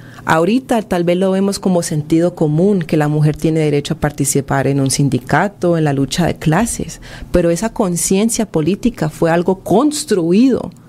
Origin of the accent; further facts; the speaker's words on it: Colombia; now in El Salvador; Aunque yo soy colombiana, creo que he pasado más tiempo en este país que en mi propio país.